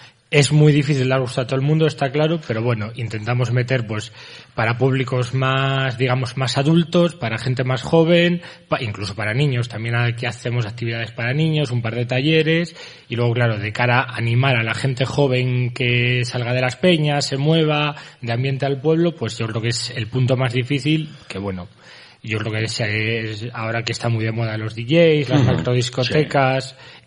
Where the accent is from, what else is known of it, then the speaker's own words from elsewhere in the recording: Mayorga, Castile and León, Spain; somos de aquí de Mayorga, pero bueno, trabajamos, como bien has dicho antes, a nivel nacional, de donde nos llamen sobre todo, pero bueno, somos aquí de Mayorga, a nivel de Valladolid, nivel nacional